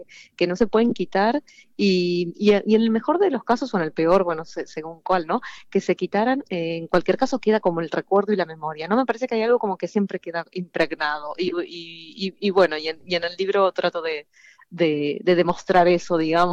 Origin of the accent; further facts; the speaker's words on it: Argentina; now in Spain; En mi caso es verdad que yo me mudé de Argentina a España